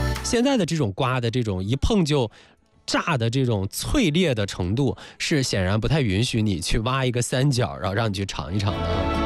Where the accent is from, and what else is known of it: China